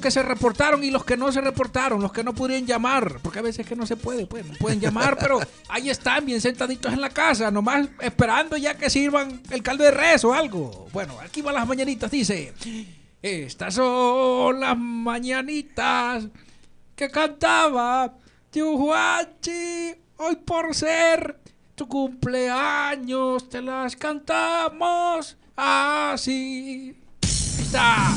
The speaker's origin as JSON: {"language": "Spanish", "region": "Chiapas", "country": "Mexico", "said": "Somos costeños, orgullosamente"}